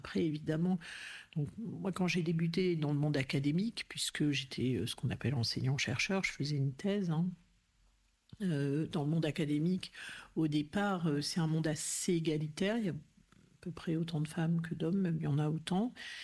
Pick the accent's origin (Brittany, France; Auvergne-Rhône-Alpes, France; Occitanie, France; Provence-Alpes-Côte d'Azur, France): Auvergne-Rhône-Alpes, France; Clermont-Ferrand; born there; moved away; also born or lived in Aveyron; j'ai grandi à Clermont-Ferrand, enfin majoritairement, puisque mes parents, mon père avait été muté à Clermont, et donc on avait une maison à Clermont, mais je passais toutes mes vacances en Aveyron.